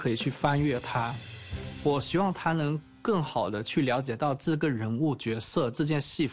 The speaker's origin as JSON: {"language": "Chinese", "town": "Shantou", "region": "Guangdong", "country": "China", "moved": "as an adult", "said": "我爸爸妈妈，甚至我奶奶都希望说我可以留在汕头陪他们。"}